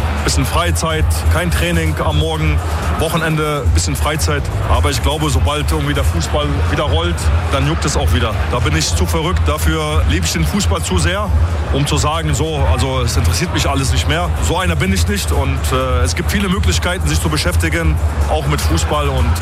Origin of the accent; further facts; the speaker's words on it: Poland; Ich komme aus Polen, aus dem Nix, vom Bolzplatz